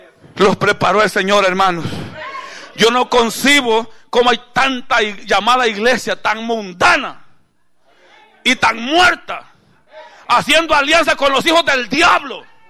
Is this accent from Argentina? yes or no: no; El Salvador; Los que somos salvadoreños y que pasamos la guerra ya, hermano, sabe que cuando estaba la guerra en El Salvador